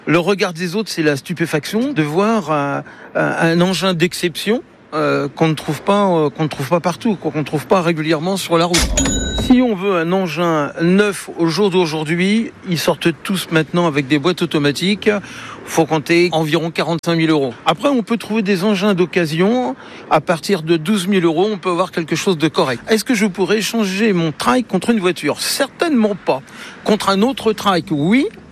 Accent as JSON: {"language": "French", "town": "Le Mans", "region": "Pays de la Loire", "country": "France", "tie": "born or raised there", "lives_now": "Saint-Corneille, France", "said": "j'ai 63 ans et je suis natif du Mans. Et j'habite Saint-Cornagne, un petit village à côté de Savigny-l'Évêque, à l'est du Mans."}